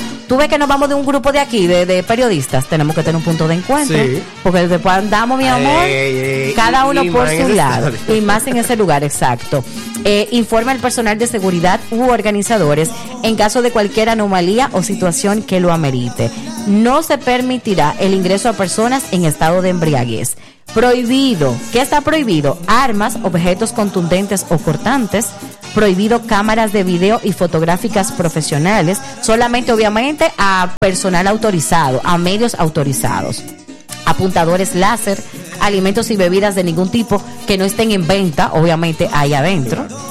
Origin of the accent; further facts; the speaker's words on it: Dominican Republic; vamos a estar presenciando y viviendo como público, como dominicanos y dominicanas